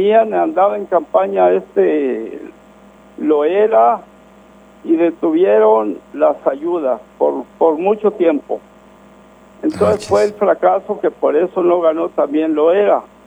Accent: Chihuahua, Mexico; born there; Los tejidos donde yo nací y los alrededores todos eran 20 hectáreas por cabeza, por familia

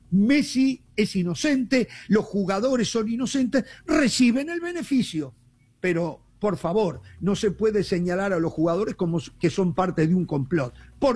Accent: Uruguay; soy uruguayo, los argentinos lo tienen así, nosotros lo tenemos sí, así

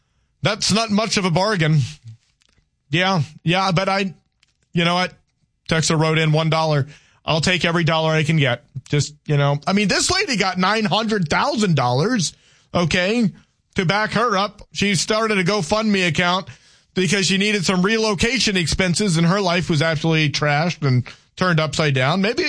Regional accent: Louisiana, United States; I'm a Cajun. I identify more as a Cajun.

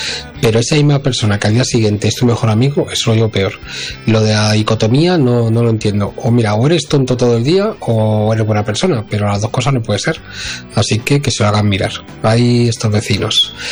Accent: Madrid, Community of Madrid, Spain; Hola, buenas … de Madrid. Lo primero es decir que la vecindad ha cambiado mucho desde que yo era pequeño ahora.

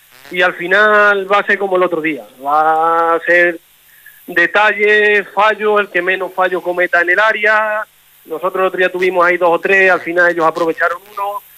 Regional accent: Quintana de la Serena, Extremadura, Spain; born there; al final el pueblo te tira mucho, y decidí volver a mi pueblo

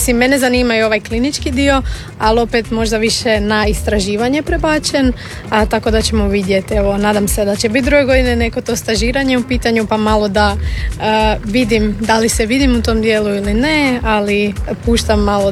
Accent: Rijeka, Primorje-Gorski Kotar County, Croatia; ja sam iz Rijeke, pa kao malo više moru naginjem

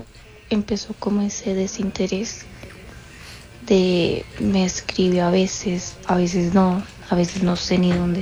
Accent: Valledupar, Cesar, Colombia; Yo soy de Valledupar y yo lo conocí en una licorería, ¿sí?

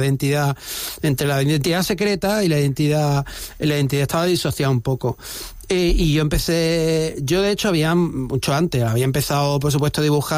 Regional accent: Málaga, Andalusia, Spain; No, yo soy de Málaga, lo que pasa es que acabé en Torremolinos otra vez por mi madre también.

